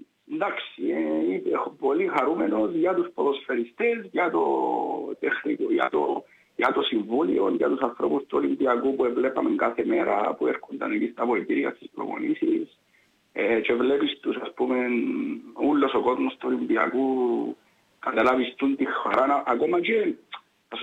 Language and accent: Greek; Cyprus; η Ανάγια είναι και το χωριό μου, το οποίο μεγάλωσα.